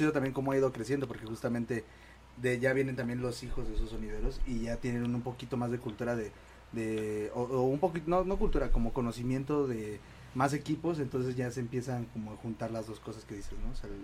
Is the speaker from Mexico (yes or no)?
yes; Mexico City, Mexico; nosotros dos somos de San Juan